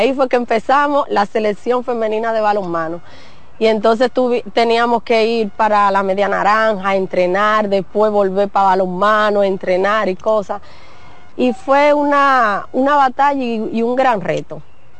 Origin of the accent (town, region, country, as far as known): Dominican Republic